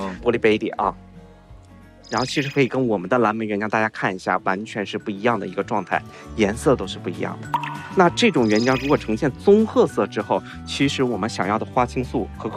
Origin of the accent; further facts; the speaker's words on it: Tahe, Heilongjiang, China; moved away as an adult; 那我呢也是来自于大兴安岭